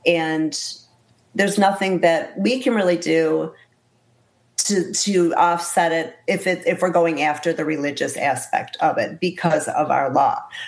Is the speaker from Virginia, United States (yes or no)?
no; Michigan, United States; now in Florida, United States; I'm originally from Michigan